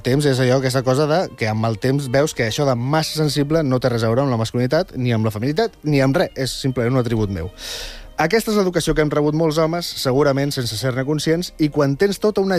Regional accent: Viladecans, Catalonia, Spain; quan era per adolescent, a la meva escola de Viladecans

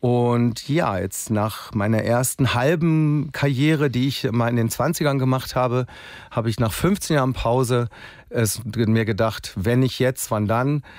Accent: Berlin, Germany; Ich bin aus Berlin.

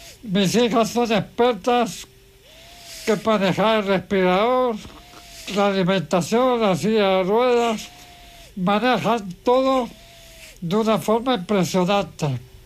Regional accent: Chile; Soy español, pero tengo nací en Chile.

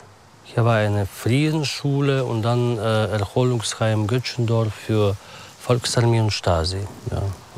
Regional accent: Latvia; German is a second language; now in Germany; Ich komme selbst aus Lettland, ja, und aus Georgien auch.

